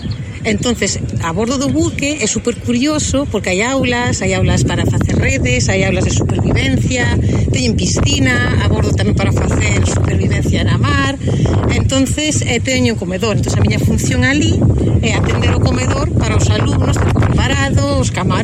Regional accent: A Coruña, Galicia, Spain; Son galega, son da Coruña.

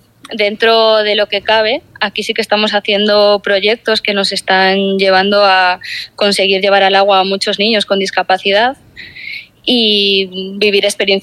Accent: Vigo, Galicia, Spain; also born or lived in Nigrán; Sí. No, soy de aquí, soy de aquí.

